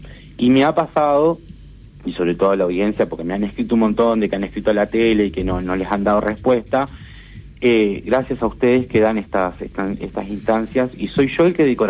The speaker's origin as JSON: {"language": "Spanish", "region": "Cerro Largo", "country": "Uruguay", "tie": "born there", "moved": "yes", "said": "extraño mucho a mi pueblo, extraño mucho a la gente de Cerro Largo"}